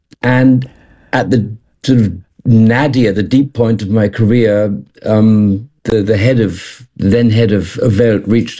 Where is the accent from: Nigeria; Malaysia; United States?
Malaysia; also born or lived in London, United Kingdom; now in Germany; I was born in London and grew up in what was then the Federation of Malaya, became Malaysia later. Still, sort of both of them second homes.